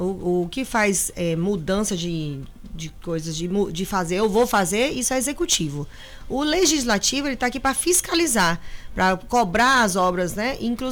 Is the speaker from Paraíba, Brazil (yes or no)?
yes; Campina Grande, Paraíba, Brazil; born there; moved away as an adult; now in Itabuna, Brazil; é paraibana, nasci na Paraíba, em Campina Grande. Estou morando em Itabuna há 15 anos, sou médica, né? Sou mãe solo.